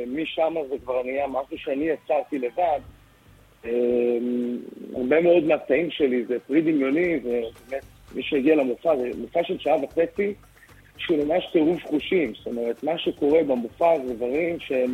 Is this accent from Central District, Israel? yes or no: no; Hadera, Haifa District, Israel; born there; also born or lived in Tiberias, Israel; נולדתי בטבריה, עברתי לחדרה בגיל 9 למושב תלמי לזר.